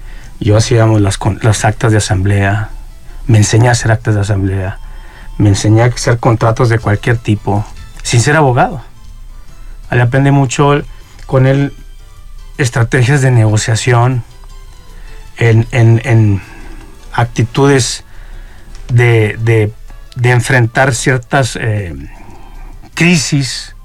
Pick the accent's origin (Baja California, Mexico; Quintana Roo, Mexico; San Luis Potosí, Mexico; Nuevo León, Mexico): Nuevo León, Mexico; Monterrey; moved away; also born or lived in Mexico City; de estos 26 años que me salí de Monterrey, porque primero me fui a Ciudad de México. En primera instancia era una lucha interna conmigo en tratar de encontrar las palabras adecuadas para convencer a mis papás de que ya no iba a regresar a Monterrey.